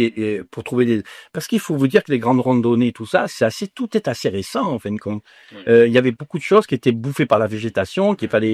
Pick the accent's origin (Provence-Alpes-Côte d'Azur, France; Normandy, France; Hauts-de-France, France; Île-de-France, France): Provence-Alpes-Côte d'Azur, France; born there; Je suis né dans la Sainte Baume.